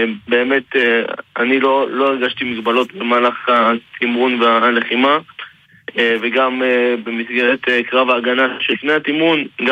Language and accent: Hebrew; Beersheba, Southern District, Israel; now in Tel Aviv, Israel; במקום באר שבע, עכשיו בתל אביב.